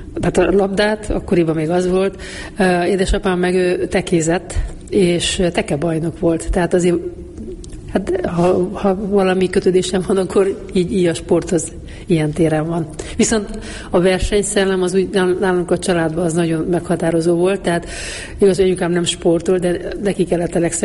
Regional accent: Band, Mureș County, Romania; now in Budapest, Hungary; tehát én falun születtem, ott nőtt, hát egy nagyobb község, tehát nem is olyan kis falu

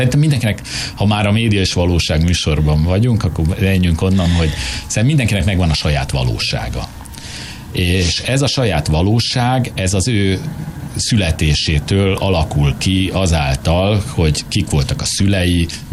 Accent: Budapest, Hungary; aki itt Budán születtem, itt éltem Budán egész életemben

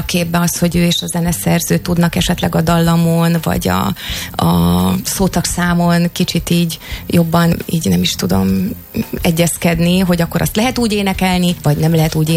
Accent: Eger, Heves, Hungary; képzeljétek el, hogy én egri vagyok

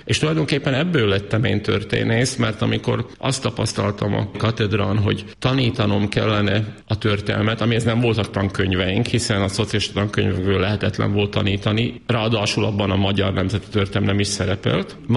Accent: Slovakia; accent: Palóc; mert hát én magyarul is palóc kiejtéssel beszélek, de hát így vagyok önazonos.

